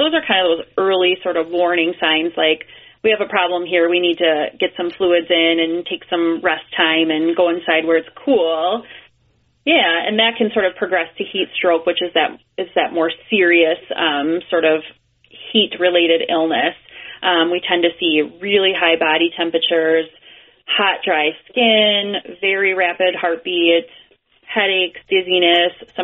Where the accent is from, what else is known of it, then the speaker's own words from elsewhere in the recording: Wisconsin, United States; So I grew up in the Fox Valley, and when I was finishing medical school and residency, I knew I always wanted to come back and kind of serve this community.